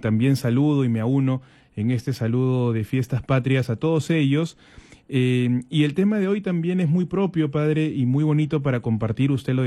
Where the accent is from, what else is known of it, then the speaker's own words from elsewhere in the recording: Peru; de acuerdo a nuestro deber como peruanos, como ciudadanos